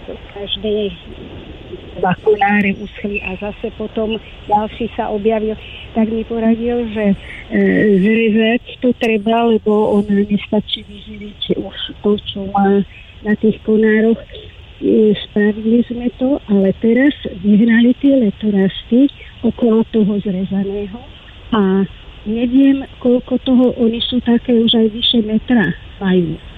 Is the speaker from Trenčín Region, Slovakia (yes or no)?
yes; Stará Turá, Trenčín Region, Slovakia; Nie, ja som zo Starej Turej.